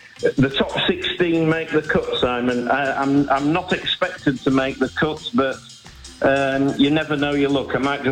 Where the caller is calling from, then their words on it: Scarborough, Yorkshire and the Humber, United Kingdom; I'm calling from a very sunny Scarborough. North Yorkshire.